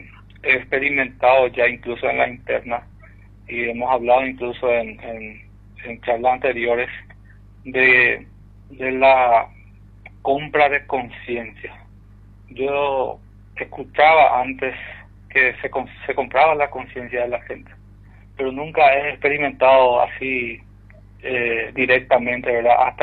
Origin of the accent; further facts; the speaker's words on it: Presidente Franco, Alto Paraná, Paraguay; como franqueño, yo amo mi ciudad.